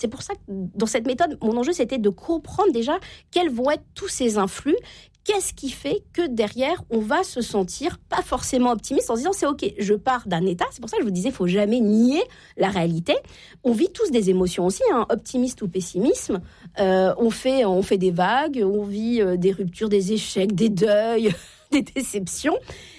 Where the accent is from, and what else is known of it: Normandy, France